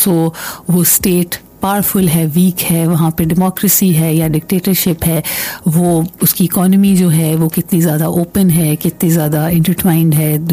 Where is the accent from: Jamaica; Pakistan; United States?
Pakistan; events that shape each of us as a Pakistani, when we look at our political system and what it is providing for us.